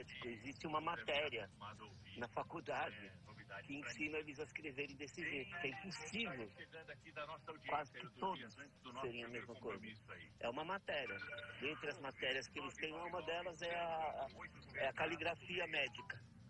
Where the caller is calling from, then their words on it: Praia Grande, São Paulo, Brazil; tenho 71 anos, sou de Praia Grande.